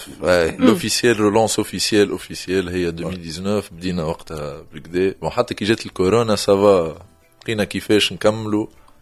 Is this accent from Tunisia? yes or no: yes; Tunisia; كتونسي عاش شويه قبل الثوره ما بعد الثوره